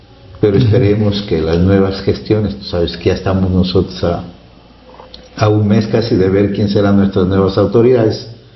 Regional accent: Jorobamba, Amazonas, Peru; Yo he sido alcalde en mi pueblo de Jorobamba

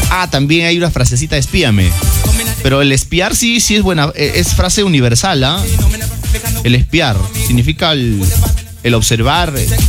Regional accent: Mexico; Soy mexicana.

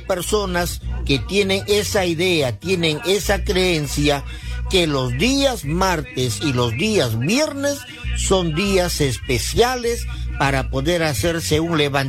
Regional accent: Huancabamba, Piura, Peru; mucha gente que de por acá, por esta zona, ha viajado a mi tierra, ha viajado a las Guaringas, allá a Huancabamba

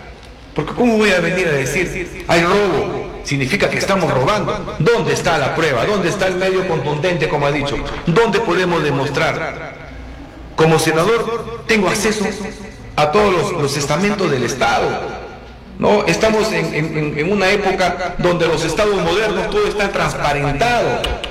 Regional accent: Amazonas, Peru; soy ciudadano de Cubamba, lo he sufrido, lo he vivido

